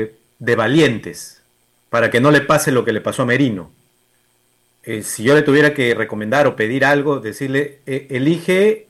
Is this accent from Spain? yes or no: no; Peru; nosotros como peruanos queremos un país que avance para nuestros hijos.